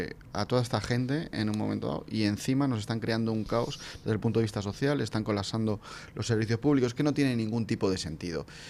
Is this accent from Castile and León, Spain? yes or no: no; Madrid, Community of Madrid, Spain; Yo también he vivido mi niñez en Madrid y he visto los cambios que ha habido desde el punto de vista de la inmigración, porque mis abuelos eran del barrio de Ventas